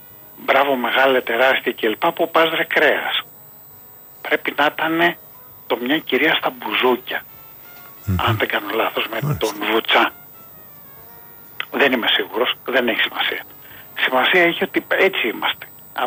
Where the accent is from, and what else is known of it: Greece